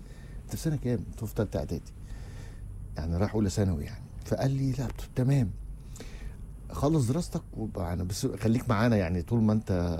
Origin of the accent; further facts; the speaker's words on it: Mansoura, Dakahlia, Egypt; أنا من المنصورة